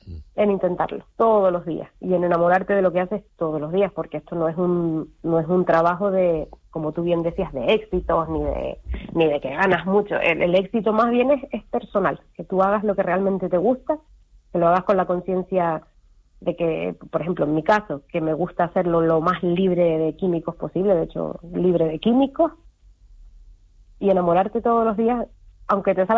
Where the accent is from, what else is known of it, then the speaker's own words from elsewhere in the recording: Tenerife, Canary Islands, Spain; now in Fuerteventura, Spain; cuando nos vinimos a vivir a Fuerteventura, donde nosotros somos de Tenerife